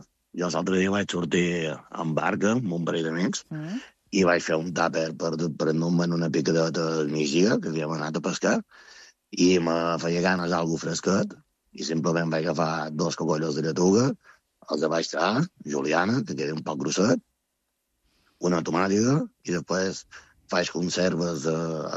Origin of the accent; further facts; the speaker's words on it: Balearic Islands, Spain; clar, nosaltres som de Menorca, sota ella, un poble petit... entre cometes, tots mos coneixem